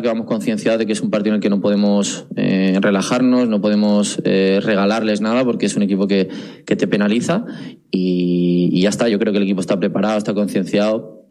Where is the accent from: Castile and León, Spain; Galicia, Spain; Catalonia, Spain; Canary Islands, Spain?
Catalonia, Spain; moved away as an adult; soy catalán, tengo mucha familia allí